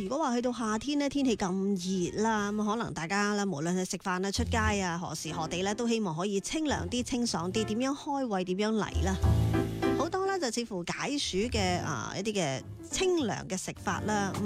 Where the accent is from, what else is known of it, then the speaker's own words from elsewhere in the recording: Guangdong, China; 我哋广东人好中意咧，就系例如话用冬瓜啦、丝瓜啦、啊青菜汤啦呢啲简单嘅清汤啦